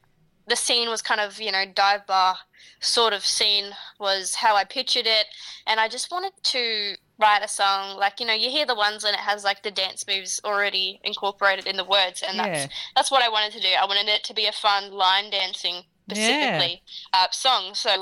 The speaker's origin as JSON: {"language": "English", "town": "Bundaberg", "region": "Queensland", "country": "Australia", "said": "I'm from Bundaberg, Queensland. I'm 19 years old."}